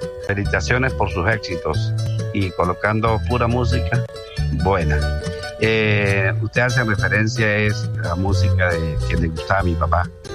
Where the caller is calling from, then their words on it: Rubio, Táchira, Venezuela; De aquí es Rubio, Estado Táchira, Venezuela.